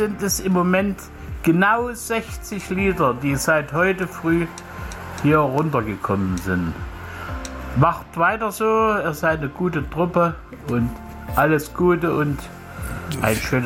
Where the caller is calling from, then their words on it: Jena, Thuringia, Germany; aus Jena.